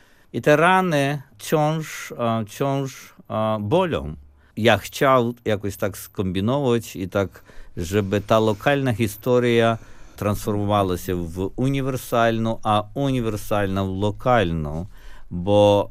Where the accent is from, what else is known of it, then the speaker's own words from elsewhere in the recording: Ukraine; now in United States; Z jednej strony odczułem te powietrze ojczyzny